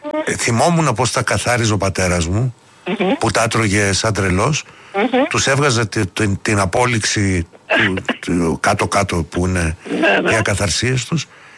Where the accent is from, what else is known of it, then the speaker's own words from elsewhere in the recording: Athens, Attica, Greece; born there; γεννήθηκα στην Οδό Πατησίων.